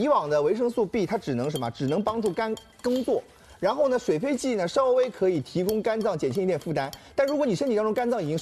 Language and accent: Chinese; China; 以前过年啊，我们中国人过年中秋节的时候，他都会给我寄姜黄